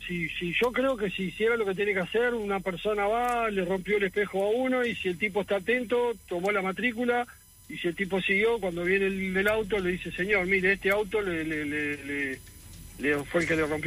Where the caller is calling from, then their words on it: Maldonado, Uruguay; de Maldonado.